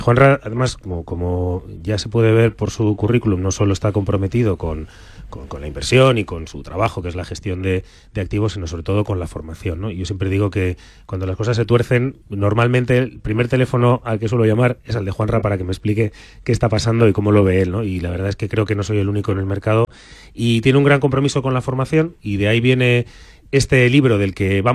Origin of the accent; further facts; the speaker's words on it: Madrid, Community of Madrid, Spain; now in Basque Country, Spain; aunque soy madrileño, he vivido y vivo muchos años en el País Vasco